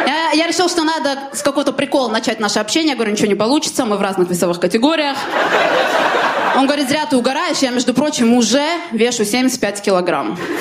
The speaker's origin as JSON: {"language": "Russian", "country": "Armenia"}